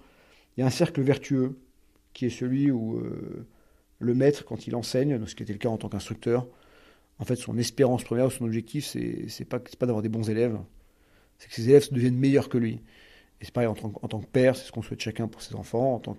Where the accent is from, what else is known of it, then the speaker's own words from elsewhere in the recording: France; Et puis, en tant que Français, c'est aussi un Saint-Patron de la France.